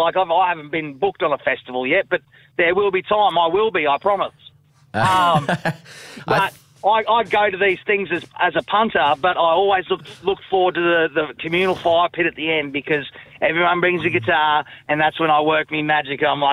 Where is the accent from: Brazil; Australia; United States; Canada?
Australia; We're bloody Australian down here, mate.